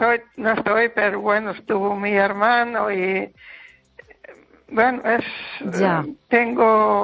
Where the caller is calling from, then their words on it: Silleda, Galicia, Spain; yo soy de Silleda